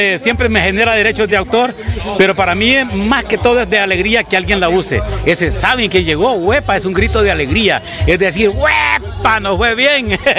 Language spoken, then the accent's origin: Spanish; Honduras